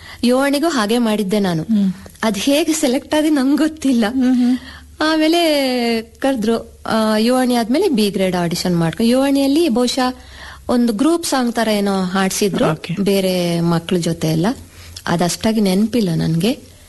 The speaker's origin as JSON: {"language": "Kannada", "town": "Kukke Subramanya", "region": "Karnataka", "country": "India", "said": "ಅಲ್ಲ, ನಾನು ಕುಕ್ಕೆ ಸುಬ್ರಹ್ಮಣ್ಯದವಳು. ಬೆಳಿಗ್ಗೆ ಎದ್ದು ನಮ್ಮ ತಂದೆಯವರು ರೇಡಿಯೋ ಹಾಕೋರು"}